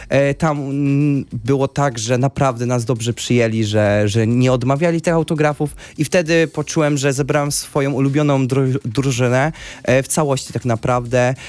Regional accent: Bielsko-Biała, Silesian Voivodeship, Poland; bo jestem z Bielska Białej

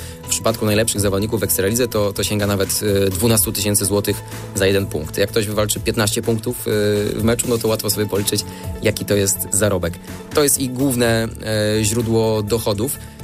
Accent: Wrocław, Lower Silesian Voivodeship, Poland; Po pierwsze to jest Stadion Olimpijski we Wrocławiu, bo też jestem z Wrocławia, więc naturalnie to jest dla mnie obiekt magiczny.

